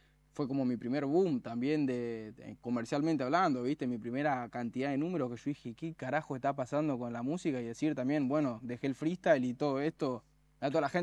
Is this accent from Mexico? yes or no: no; Buenos Aires, Argentina; Era como yo soy de la Comuna 4 y ya fue.